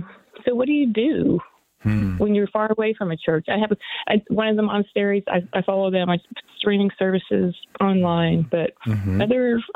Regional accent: Charleston, South Carolina, United States; No, no. I was born in North Carolina. My father was Air Force and spent 20 years as a pilot. We moved around a lot.

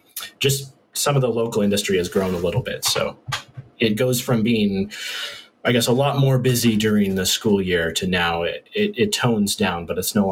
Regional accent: Pullman, Washington, United States; also born or lived in Portland, Oregon / Belgium; when I was little, it was primarily just a college town.

